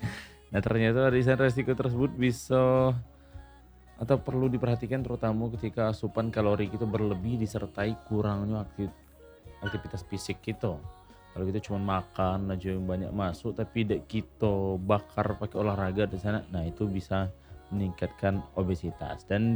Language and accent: Indonesian; Sumatra, Indonesia; kita orang Sumatera